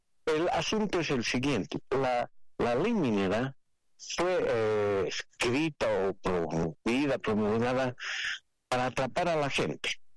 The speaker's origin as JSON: {"language": "Spanish", "country": "Bolivia"}